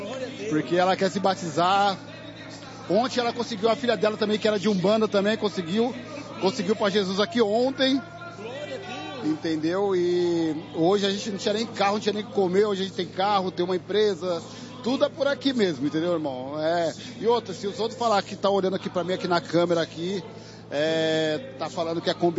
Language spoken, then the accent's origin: Portuguese; São Paulo, Brazil; eu sou lá do Jardim Boa Vista, Butantã, São Paulo.